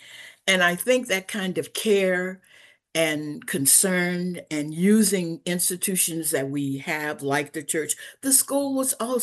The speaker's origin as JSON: {"language": "English", "region": "Louisiana", "country": "United States", "tie": "born or raised there", "moved": "yes", "said": "I came from the Deep South, Louisiana, with Black communities that were very homogeneous."}